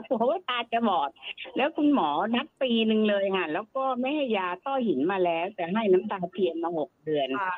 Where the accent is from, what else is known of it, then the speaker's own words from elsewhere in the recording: Phra Nakhon Si Ayutthaya, Thailand; 75อยู่อำเภอพระนครศรีอยุธยาจังหวัดอยุธยานะคะ